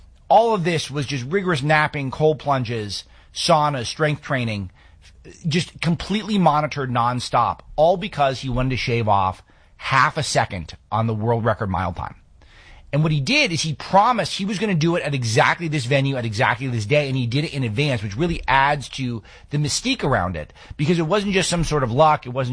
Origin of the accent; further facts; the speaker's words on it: United States; as a American sports watcher